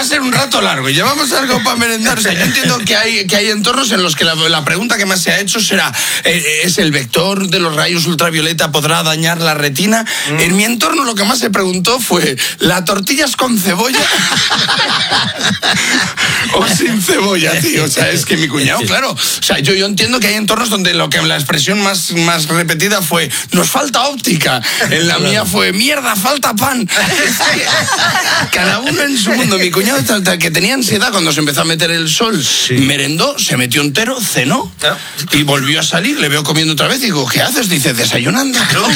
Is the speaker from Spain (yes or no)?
yes; Spain